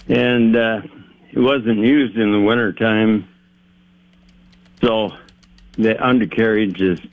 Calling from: Adrian, Minnesota, United States; from Adrian, Minnesota.

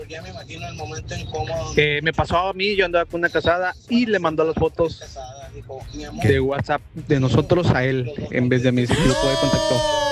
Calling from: Reynosa, Tamaulipas, Mexico; yo soy de Reynosa y allá también pasa.

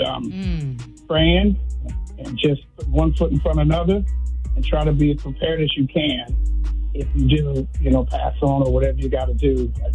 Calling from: North Carolina, United States; I'm calling from North Carolina.

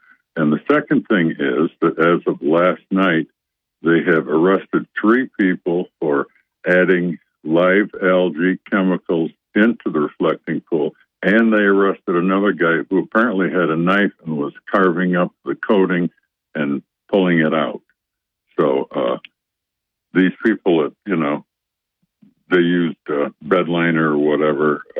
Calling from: Choconut, Pennsylvania, United States; from Choconut, Bob.

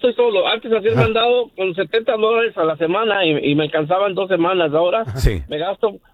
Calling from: Las Vegas, Nevada, United States; Te hablo de Las Vegas, Nevada.

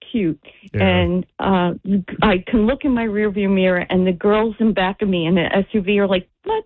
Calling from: Rahway, New Jersey, United States; I'm from Rahway

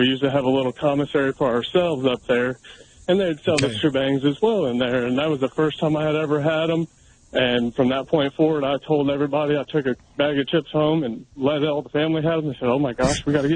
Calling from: Illinois, United States; I am a correctional officer in Illinois

